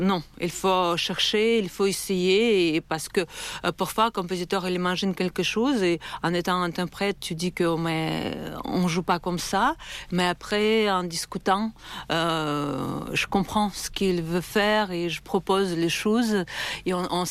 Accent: Belarus; moved away; je viens de Biélorussie. On sait que dans notre pays, on est assez direct.

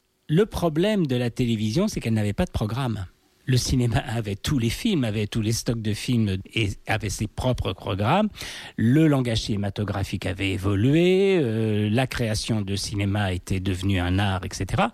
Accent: Châteauroux, Centre-Val de Loire, France; Moi, j'étais originaire de Châteauroux, et il y avait une base américaine de l'OTAN.

